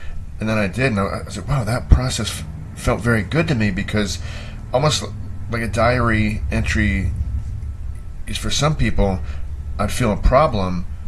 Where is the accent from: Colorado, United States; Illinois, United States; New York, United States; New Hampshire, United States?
New York, United States; Buffalo; moved away as an adult; I grew up in Buffalo, New York.